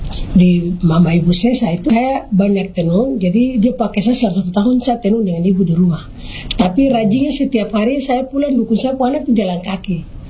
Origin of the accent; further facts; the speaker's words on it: Maybrat, Indonesia; now in Sorong, Indonesia; kami orang Mebrat.